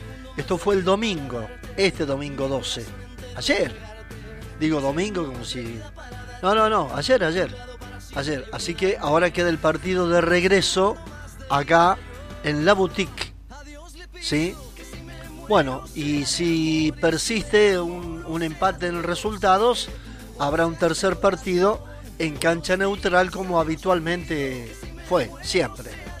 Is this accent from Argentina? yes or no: yes; Argentina; Uno como argentino